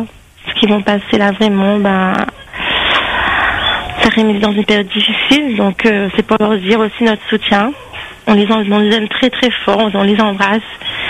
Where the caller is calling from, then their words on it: Réunion; j'appelle en fait, je suis à Réunion